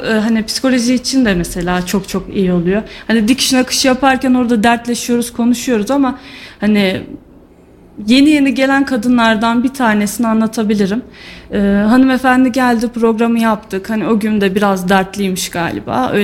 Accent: Sivas, Turkey; Yok, Sivaslıyım aslen. Doğma büyüme

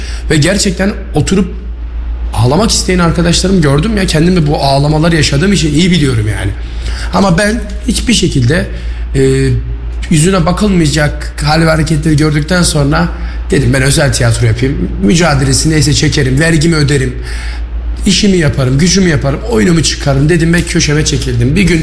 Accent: Kayseri, Turkey; Yani ben Kayseri'nin evladıyım. Ben burada büyümüşüm. Ben bu okullarda büyümüşüm.

